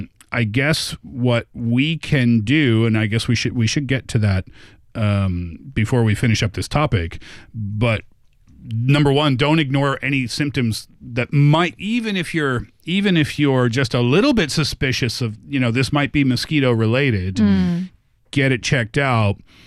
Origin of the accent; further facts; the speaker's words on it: Canada; I remember growing up in Canada, of course, we have mosquitoes as well.